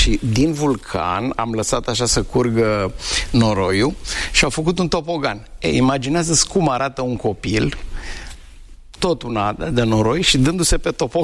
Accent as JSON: {"language": "Romanian", "region": "Bucharest", "country": "Romania", "tie": "born there", "said": "Doar m-am născut, pentru că la 2 ani deja eram în București. Păstrez o amintire deosebită și mă reîntorc cu plăcere, chiar dacă nu am copilărit acolo. Apoi am trăit în București marea majoritate"}